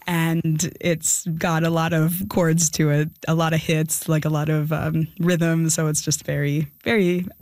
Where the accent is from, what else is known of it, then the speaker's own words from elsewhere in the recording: Winnipeg, Manitoba, Canada; I am a Canadian jazz guitarist from Winnipeg.